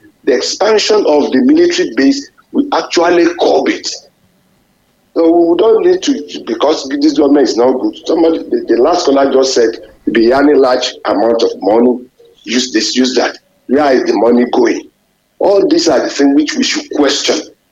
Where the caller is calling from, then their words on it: Ibadan, Oyo, Nigeria; calling from Ibadan.